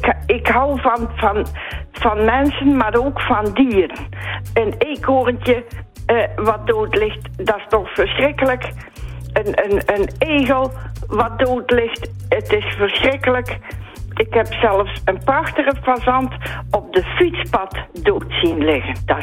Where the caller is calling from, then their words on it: Kloosterzande, Zeeland, Netherlands; Ik woon in Kloosterzande.